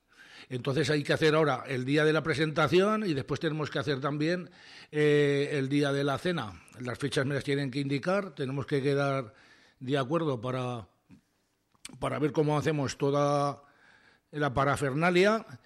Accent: Calatayud, Aragon, Spain; born there; also born or lived in Illueca; mi familia es de aquí y yo viví en Illueca. Yo vine a Calatayud en el año 71. Y siempre he vivido en la misma calle, en Madre Puy, y ahora vivo en Pedro Montón, que es como si fuera una prolongación.

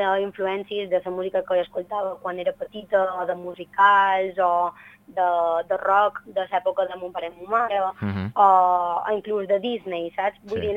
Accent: Balearic Islands, Spain; moved away as an adult; now in Madrid, Spain; jo soc mallorquina, però no m'havia plantejat escriure en mallorquí

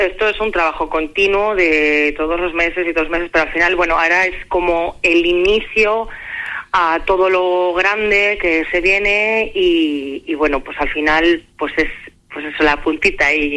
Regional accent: Medina del Campo, Castile and León, Spain; para un medinense sabe lo que es. O sea, yo, si a mí me ponen las manos de una Virgen, que yo están en mi pueblo y la veo de continuo

